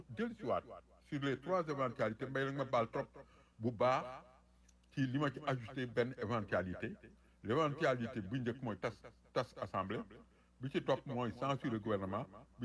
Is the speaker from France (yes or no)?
no; Senegal; je suis Sénégalais.